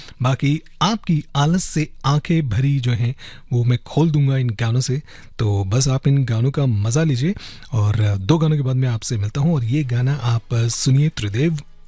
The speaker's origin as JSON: {"language": "Hindi", "region": "Delhi", "country": "India", "said": "अब भाई हम दिल्ली वाले हैं, तेज गर्मी में भी हम लोग सुबह चाय पीकर ही जो है हमारी आंख खुलती है"}